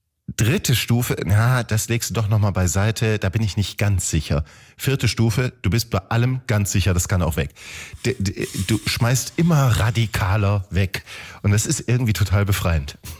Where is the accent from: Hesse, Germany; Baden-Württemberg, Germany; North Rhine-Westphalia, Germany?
Hesse, Germany; Wiesbaden; Da sind wir aus Wiesbaden, aus der Stadt, aufs Land gezogen, weil wir einfach mehr Platz brauchten, so mit den Geschwistern und allem möglichen.